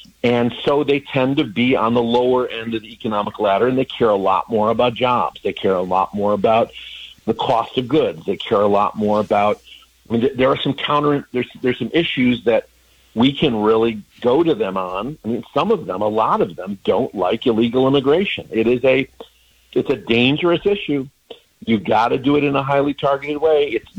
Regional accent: Detroit, Michigan, United States; I happen to be in Detroit today. I grew up in Detroit as a little kid.

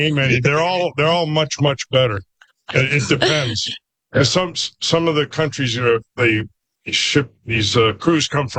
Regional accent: Syracuse, New York, United States; also born or lived in Detroit; I'm from upstate New York. I'm from Syracuse.

